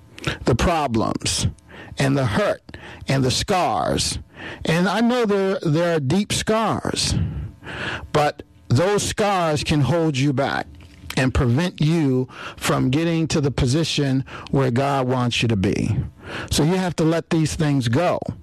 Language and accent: English; United States; I'm African American, and my people were enslaved.